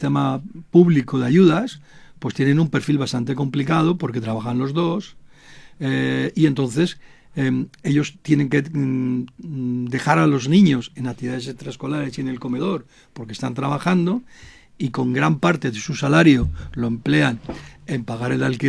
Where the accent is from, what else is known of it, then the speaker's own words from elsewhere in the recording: Madrid, Community of Madrid, Spain; La gente que somos de Madrid, no se nos puede olvidar la calle Fúcar, en la calle Huertas